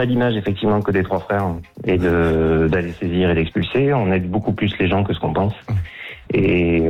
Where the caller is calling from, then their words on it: Saint-Rémy-de-Provence, Provence-Alpes-Côte d'Azur, France; Je suis à Saint-Rémy-de-Provence, dans les Bouches-du-Rhône.